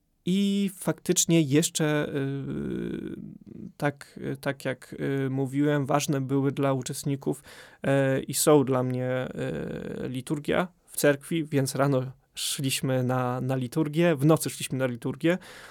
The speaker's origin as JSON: {"language": "Polish", "town": "Bielsk Podlaski", "region": "Podlaskie Voivodeship", "country": "Poland", "said": "Jako, że jestem z Bielska, to wyjeżdżałem rano"}